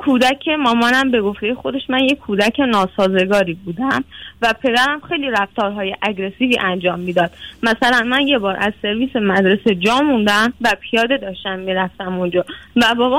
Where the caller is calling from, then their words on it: Iran; از دسول تماس میگیرم، ایران. 25 سالمه. من توی خانواده خیلی آسیب‌زای بزرگ شدم.